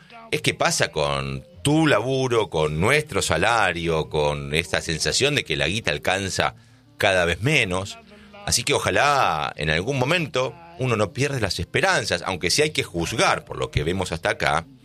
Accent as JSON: {"language": "Spanish", "country": "Argentina", "said": "Amo a mi país, soy, como dijo Pochettino, 200, 300% argentino."}